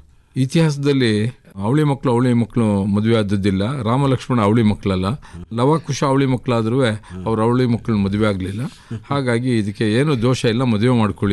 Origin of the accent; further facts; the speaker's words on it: Hariharapura, Karnataka, India; Sir, ನಂದು ಕೇರ್ಪೇಟೆ ಹತ್ರ ಹರಿಹರಪುರ ಅಂತ.